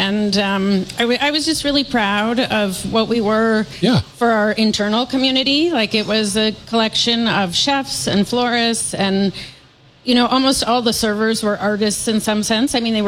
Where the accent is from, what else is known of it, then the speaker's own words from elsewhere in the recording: Seattle, Washington, United States; I grew up in Seattle sampling all of your restaurants.